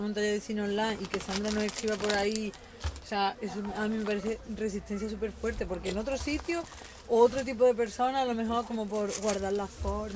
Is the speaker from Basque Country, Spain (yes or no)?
no; Estepa, Andalusia, Spain; Yo soy de Sevilla, de un pueblo.